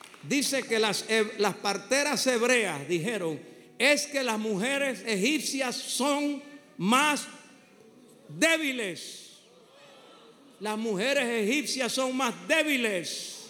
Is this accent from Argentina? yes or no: no; Panama